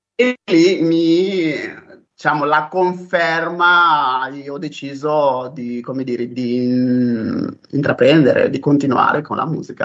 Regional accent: Beira, Sofala, Mozambique; moved away as an adult; also born or lived in Marromeu, Mozambique; now in Italy; sono nato a Marromeo, in Mozambico, in questo distretto, e poi sono cresciuto a Beira. Diciamo che è a Beira dove tutto ebbe inizio.

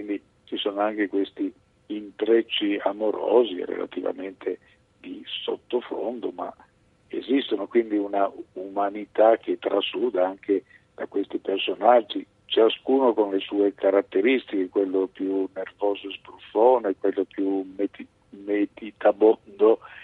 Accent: Piedmont, Italy; essendo piemontese di quella generazione, nato nel 48, si parlava ancora piemontese, quindi con i piemontesi della mia generazione io continuo a parlare quella lingua

